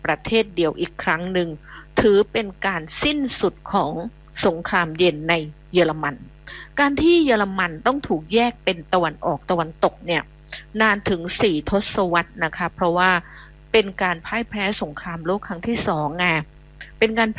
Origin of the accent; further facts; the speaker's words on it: Phuket, Thailand; born there; now in Bangkok, Thailand; แต่จริงอ่ะดิฉันน่ะเกิดจริงดิฉันเกิดถนนดีบุกจังหวัดภูเก็ตเนอแต่ช่วงนี้ดิฉันอยู่กรุงเทพ